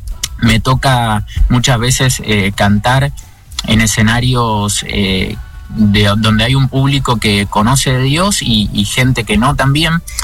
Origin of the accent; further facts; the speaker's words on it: Presidencia Roque Sáenz Peña, Chaco, Argentina; moved away as an adult; now in Villa Ángela, Argentina; Yo soy chaqueño, nací en Sáenz Peña, viví casi toda mi vida en Sáenz Peña. Ahora hace algunos años que vivo en Villa Ángela, Chaco.